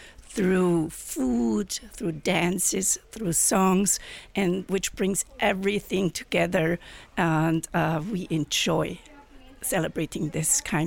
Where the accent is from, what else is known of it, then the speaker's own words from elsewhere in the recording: Austria; moved away; My nationality is Austrian. I am from Austria